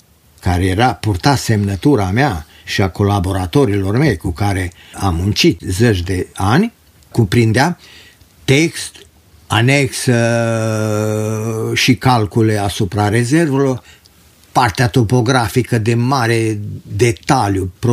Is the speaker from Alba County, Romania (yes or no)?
yes; Sântimbru, Alba County, Romania; born there; also born or lived in Roșia Montană; 1987, când am plecat din Roșia Montană, m-am mutat cu locuința în Sântimbru. În curtea părintească mi-am făcut și o căsuță modestă, fiindcă am fost legat, cum se zice, de la sat am plecat, la sat m-am întors, unde mă simt foarte bine.